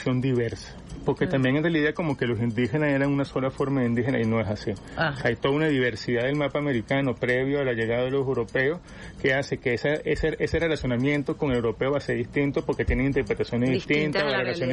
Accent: Venezuela; lo que somos como venezolanos, de las identidades de lo que somos como venezolano

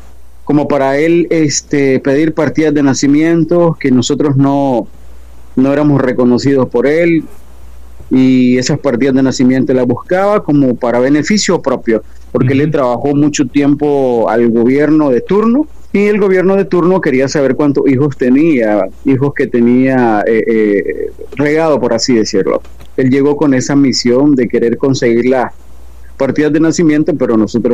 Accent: Managua, Nicaragua; soy de Nicaragua, exactamente de la capital, Managua.

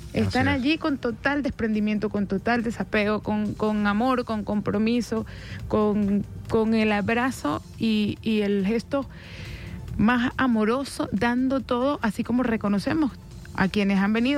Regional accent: Venezuela; Esos somos los venezolanos.

